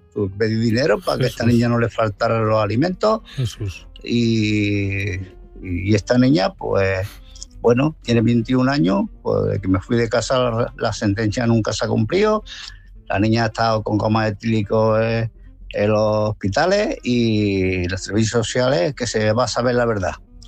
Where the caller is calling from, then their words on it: Málaga, Andalusia, Spain; de Málaga.